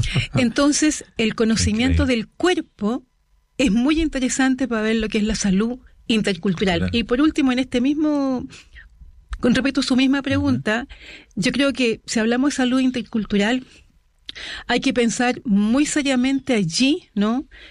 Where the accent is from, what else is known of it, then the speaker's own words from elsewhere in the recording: Chile; soy chilena